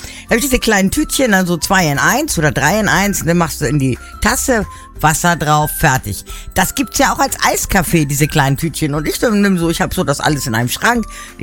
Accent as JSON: {"language": "German", "region": "Hamburg", "country": "Germany", "said": "ich bin ein Hamburger Dern"}